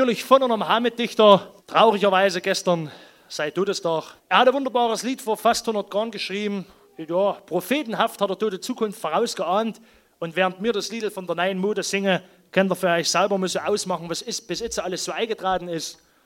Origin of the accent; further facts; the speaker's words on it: Thum, Saxony, Germany; Also wir kommen ja nur aus der Haupt- und Weltstadt Thun im Erzgebirge. War dann nicht umsonst die heimliche Hauptstadt des Erzgebirges genannt